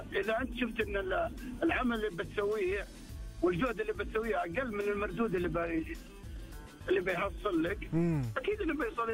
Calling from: Eastern Province, Saudi Arabia; من الشرقية طال عمرك.

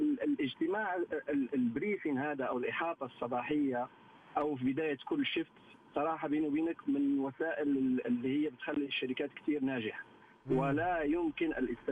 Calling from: Jeddah, Makkah Province, Saudi Arabia

